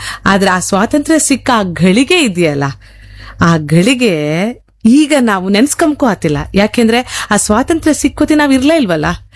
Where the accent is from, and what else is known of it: Kundapura, Karnataka, India